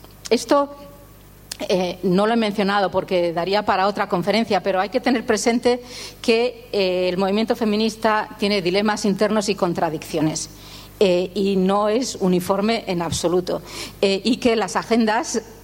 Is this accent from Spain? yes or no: yes; Spain